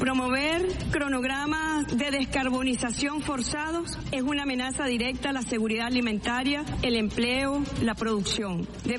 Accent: Venezuela; Vengo a esta asamblea como una hija más de Venezuela

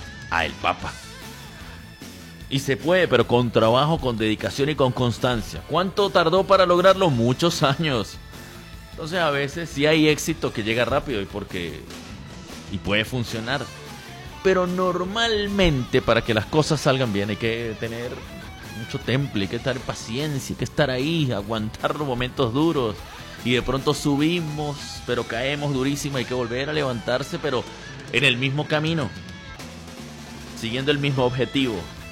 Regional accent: Venezuela

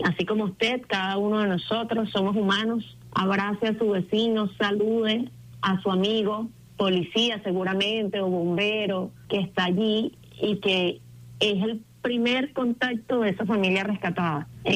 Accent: Venezuela; La fuerza además que nos une como venezolanos y venezolanas.

